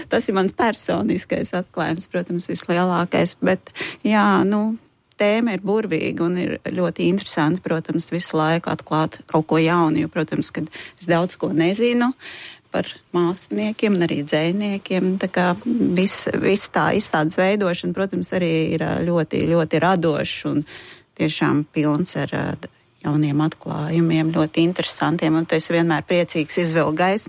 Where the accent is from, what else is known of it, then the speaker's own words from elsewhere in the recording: Cīrava, Kurzeme, Latvia; born there; es esmu dzimusi Cīravā, un man tad Parīze un Cīrava un Rīga, man vienkārši viss saslēdzās